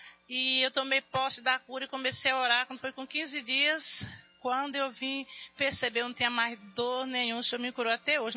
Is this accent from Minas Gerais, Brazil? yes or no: no; São Paulo, Brazil; Eu venho da Vila das Belezas.